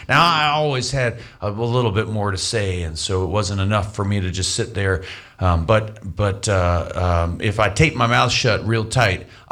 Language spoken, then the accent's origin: English; Virginia, United States; where I grew up in Virginia, just a few states over